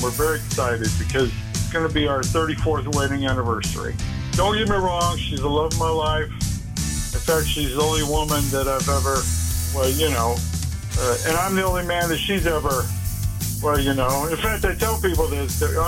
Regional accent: Utah, United States; now in Connecticut, United States; I grew up in Utah, but I moved to Connecticut

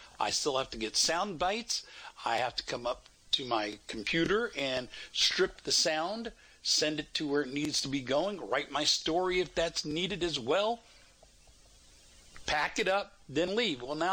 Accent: Texas, United States; born or raised there

